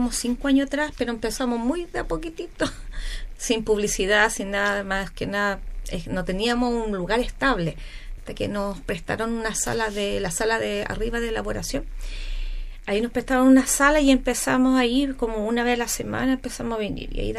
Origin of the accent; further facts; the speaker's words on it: Quenuir, Los Lagos, Chile; nosotros como somos de Kenuir tenemos que viajar en la barcaza